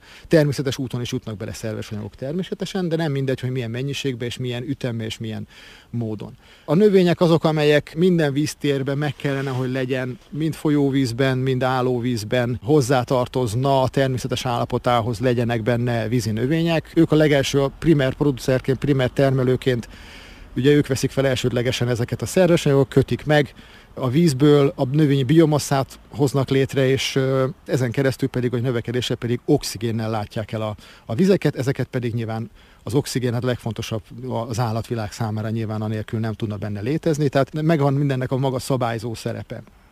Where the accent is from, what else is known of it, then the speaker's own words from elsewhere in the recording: Miskolc, Borsod-Abaúj-Zemplén, Hungary; moved away as an adult; now in Debrecen, Hungary; én ugye Debrecenben lakom, Debrecenben élek, ott dolgozom, de innen Miskolc környékéről származom, itt töltöttem a gimnazista éveimet Miskolcon.